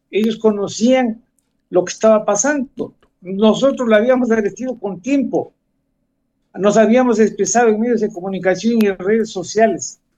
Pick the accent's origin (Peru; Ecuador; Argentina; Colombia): Ecuador